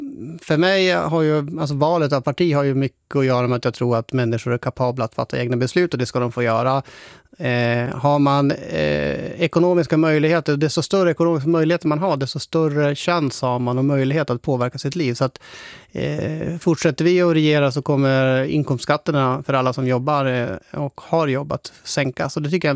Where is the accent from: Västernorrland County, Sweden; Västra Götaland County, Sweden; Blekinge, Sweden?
Västernorrland County, Sweden; Sundsvall; moved away as an adult; also born or lived in Östersund / Stockholm; Men jag är född och uppvuxen i Sundsvall men har bott i både Östersund och Stockholm.